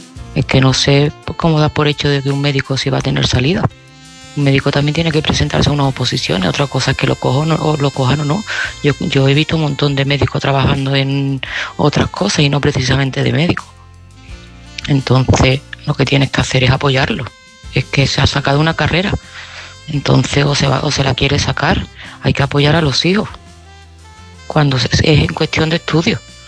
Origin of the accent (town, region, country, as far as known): Seville, Andalusia, Spain